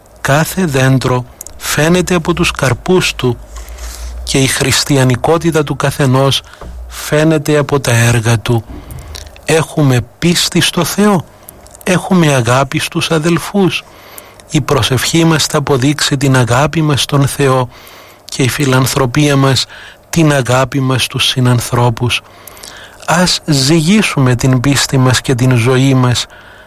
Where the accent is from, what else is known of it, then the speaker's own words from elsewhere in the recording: Greece; εμείς ως Έλληνες χριστιανοί